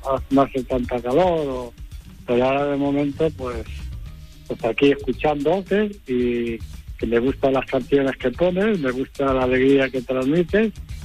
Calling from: El Cubillo, Castilla-La Mancha, Spain; llamo desde un pueblo pequeñito de Cuenca.

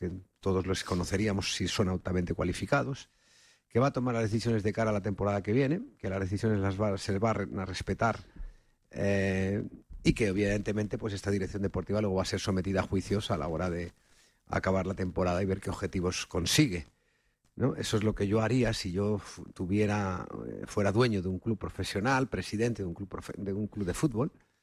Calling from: Valencia, Valencian Community, Spain; Valencia estoy, sí, buenas tardes.

